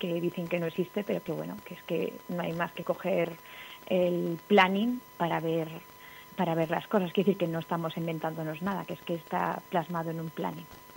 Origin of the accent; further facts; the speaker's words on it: Calatayud, Aragon, Spain; creemos que representamos a Calatayud porque somos de Calatayud y que debemos seguir representando a Calatayud.